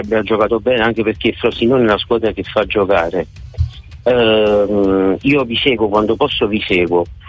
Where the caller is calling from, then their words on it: Frankfurt, Hesse, Germany; un saluto da Francoforte.